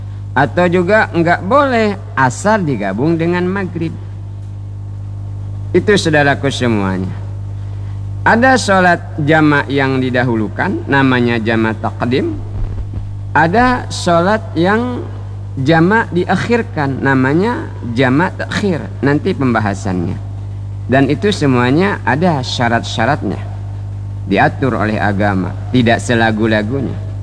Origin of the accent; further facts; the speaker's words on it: Bangka Belitung Islands, Indonesia; Tapi tidak sebasing gabung, kata kita orang Bangka.